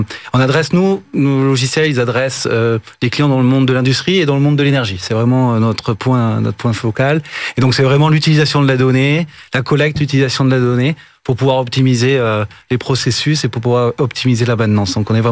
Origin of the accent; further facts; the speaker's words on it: Toulouse, Occitanie, France; Alors, je suis de Toulouse.